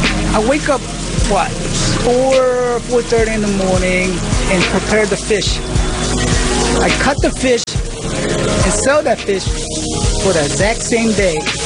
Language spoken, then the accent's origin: English; South Korea; moved away; We're from Korea, so I'm kind of like in a culture where, you know, family's first concept.